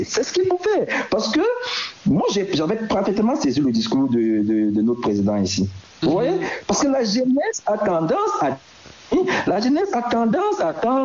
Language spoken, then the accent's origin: French; Cameroon; mes propres frères camerounais